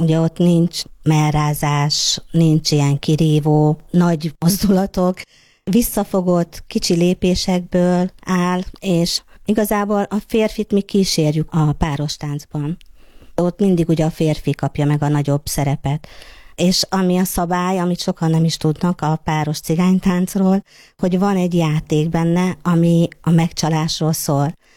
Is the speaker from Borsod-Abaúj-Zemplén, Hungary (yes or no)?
yes; Sárospatak, Borsod-Abaúj-Zemplén, Hungary; Hát nekem eléggé hosszú az utam, hogy úgymond. Én Borsodból származom, Sárospatakról